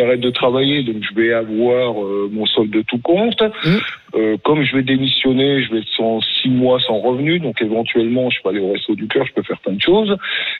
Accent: France; et pourtant je suis un Français moyen parce que on a le salaire.

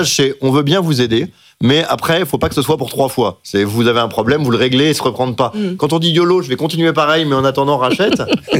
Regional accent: France; Ce qui me gêne juste, c'est qu'on est français, quoi.

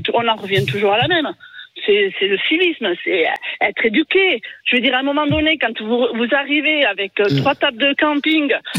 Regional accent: Toulouse, Occitanie, France; Et moi, je suis de Toulouse de base. On allait à Narbonne, on avait la plage entière et on pouvait s'installer.

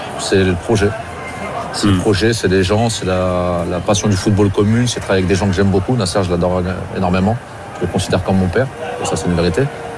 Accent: Normandy, France

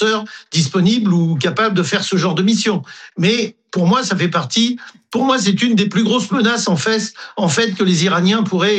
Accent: French Guiana; comme Kourou chez nous en Guyane ou comme Canaveral.

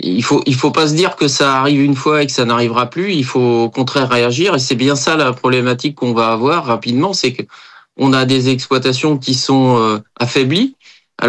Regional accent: Nantes, Pays de la Loire, France; Et effectivement, moi le premier, je suis nantais, maraîcher nantais.

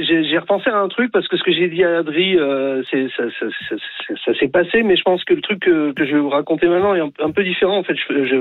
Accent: Aulnay-sous-Bois, Île-de-France, France; born there; now in Limoges, France; Je suis né à Aulnay-sous-Bois, en 93.

